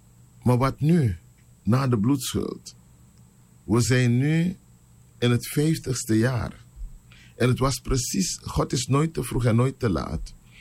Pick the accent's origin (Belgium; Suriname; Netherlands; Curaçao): Suriname; born there; Wij zijn in Suriname geboren. En onze voorvoorouders ook. Maar onze voorouders, die zijn naar Suriname gebracht.